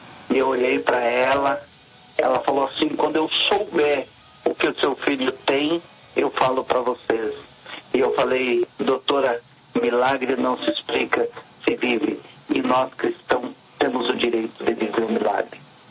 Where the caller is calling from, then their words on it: Araquari, Santa Catarina, Brazil; Eu falo de Araquari, Santa Catarina.